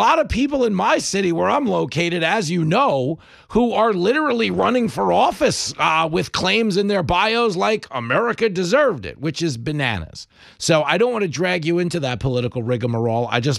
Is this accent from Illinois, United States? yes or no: no; New York City, New York, United States; and it's as a New Yorker, okay, you know, everything is so crazy and expensive here.